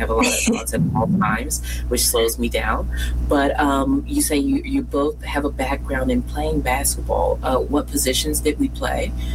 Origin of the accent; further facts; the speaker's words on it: Tennessee, United States; I'm from Tennessee.